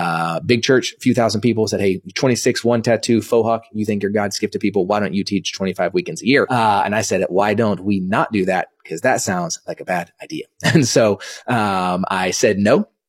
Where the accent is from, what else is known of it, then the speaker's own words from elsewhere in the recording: Dallas, Texas, United States; also born or lived in Kansas; So I was born in 1983. I was born in Kansas, only there for about a week. Came back to Dallas